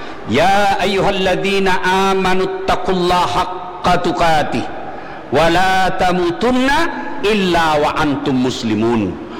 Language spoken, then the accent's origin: Indonesian; South Sulawesi, Indonesia; Kalau kami orang Bugis tidak ada takut sama istri